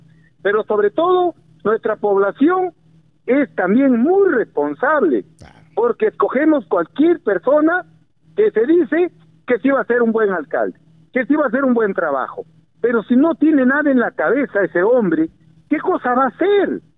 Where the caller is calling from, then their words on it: Olmos, Lambayeque, Peru; poderme dirigir a mi pueblo de Olmos